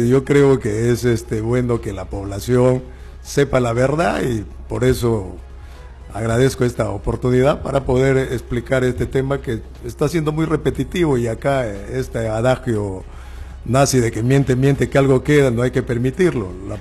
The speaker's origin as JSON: {"language": "Spanish", "town": "Santa Cruz", "region": "Loreto", "country": "Peru", "moved": "yes", "lives_now": "Iquitos and Lima, Peru", "said": "Yo soy del distrito de Santa Cruz, el distrito que está entre Yurimaguas y Lagunas"}